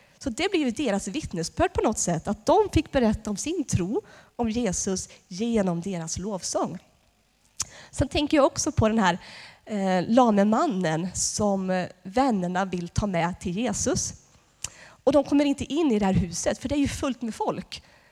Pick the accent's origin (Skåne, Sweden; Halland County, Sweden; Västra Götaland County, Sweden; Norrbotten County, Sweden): Västra Götaland County, Sweden; Tidaholm; Vi var ett gäng ungdomar i Tidaholm då, där jag växte upp